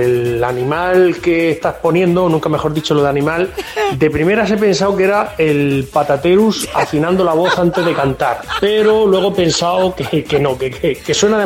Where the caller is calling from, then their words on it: Murcia, Region of Murcia, Spain; No, soy … de Murcia.